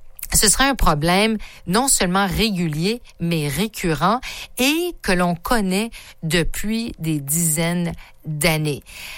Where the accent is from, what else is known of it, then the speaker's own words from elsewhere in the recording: Quebec, Canada; chez nous au Québec